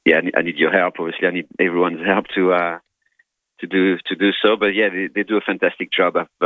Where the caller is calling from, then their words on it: New South Wales, Australia; I am in New South Wales, so I'm 30K from Wagga Wagga.